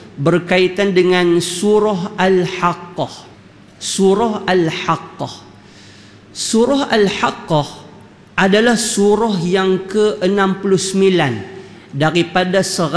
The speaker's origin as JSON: {"language": "Malay", "region": "Penang", "country": "Malaysia", "said": "Saya ni berasal daripada Pulau Pinang."}